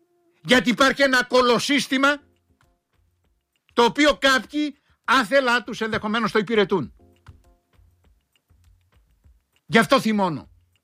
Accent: Crete, Greece; θυμάμαι στο χωριό μου, μια δασκάλα, η οποία της έφερνε το λεωφορείο 2,5-3 ώρα που περνούσε, που ερχόταν από το Ηράκλειο, από τη χώρα που λέγαμε, την εφημερίδα.

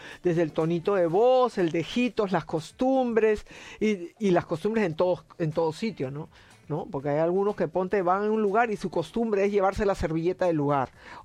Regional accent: Peru; moved away

